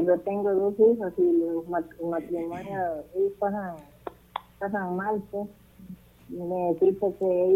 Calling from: San Pedro Sula, Cortés, Honduras; de San Pedro Sula, de la colonia Perpetuo Socorro.

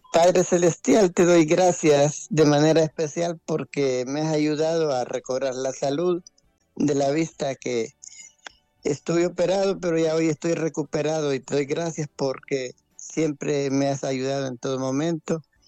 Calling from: Vallecillo, Francisco Morazán, Honduras; de aquí del Río de la Puerta, Vallecillo.

